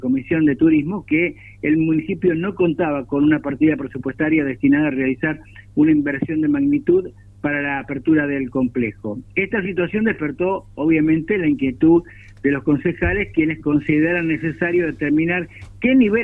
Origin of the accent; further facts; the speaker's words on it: Tierra del Fuego, Argentina; moved away; pareciera que no somos fueguinos, pero sí, en realidad el frío te mata allá